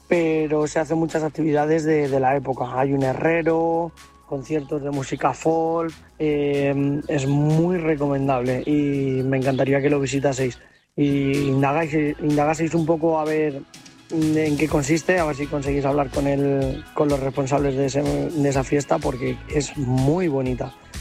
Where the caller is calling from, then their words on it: Collado Villalba, Community of Madrid, Spain; ¿Qué tal? … de Talles Layan, en Collado Villalba